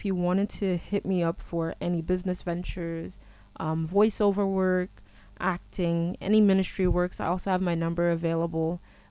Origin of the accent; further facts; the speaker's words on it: Ghana; also born or lived in Bamberg, Germany / United States; Yes, sir, I am a Ghanaian. By God's grace, I'm a Ghanaian.